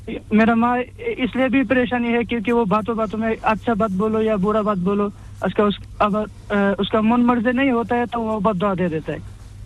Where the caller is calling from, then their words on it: Bangladesh; मैं बांग्लादेश से हूँ।